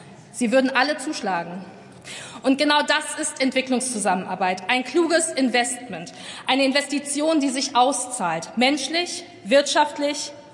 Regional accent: North Rhine-Westphalia, Germany; Ich möchte Ihnen diese Debatte vielleicht mal eine Perspektive aus meinem Heimatland NRW einbringen.

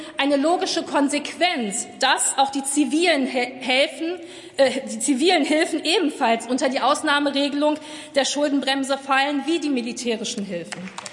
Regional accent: North Rhine-Westphalia, Germany; Ich möchte Ihnen diese Debatte vielleicht mal eine Perspektive aus meinem Heimatland NRW einbringen.

